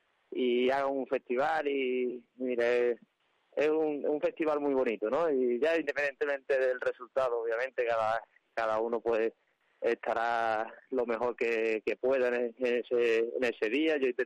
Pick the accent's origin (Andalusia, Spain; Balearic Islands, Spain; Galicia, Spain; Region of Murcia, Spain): Andalusia, Spain; Seville; now in Salamanca, Spain; el charro adoptado, ¿no?, que llevo varios años viviendo a Salamanca, pero yo, obviamente, yo soy de Sevilla, pero bueno, ya llevo unos años viviendo aquí